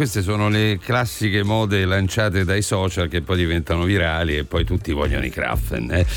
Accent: Tuscany, Italy; now in Rome, Italy; Sono toscano.

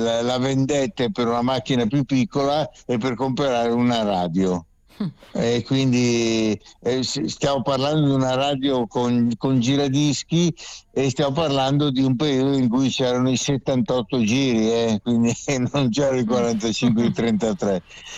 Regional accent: Ceggia, Veneto, Italy; born there; Io sono nato a Ceggia, che è un paesino vicino a San Donato di Piave.

